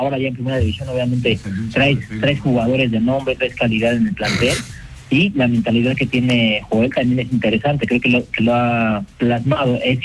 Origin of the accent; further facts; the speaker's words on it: Mexico; y eso como exfutbolista mexicano me encanta